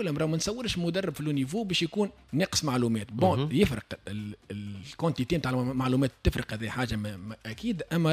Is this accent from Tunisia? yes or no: yes; Tunisia; أنا كشعب تونسي